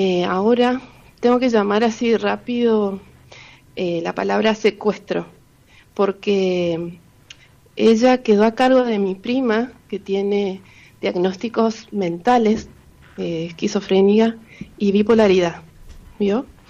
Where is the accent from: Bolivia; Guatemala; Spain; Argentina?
Argentina; Resistencia, Chaco; now in Buenos Aires, Argentina; Yo soy de Resistencia, Chaco, ahora estoy viviendo y trabajando en Buenos Aires